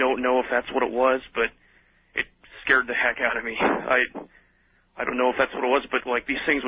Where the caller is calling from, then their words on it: Iowa, United States; I'm calling from Central Iowa.